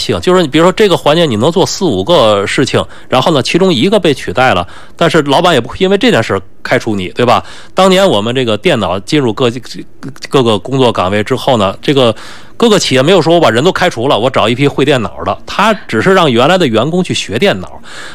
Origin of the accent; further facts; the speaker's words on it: China; 我们中国